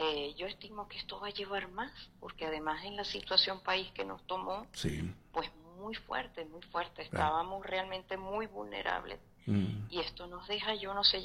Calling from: Aragua, Venezuela; Y en mi ciudad, que es el municipio Girardot

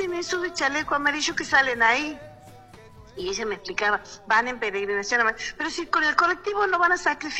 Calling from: Santiago del Estero, Argentina; en la ciudad capital

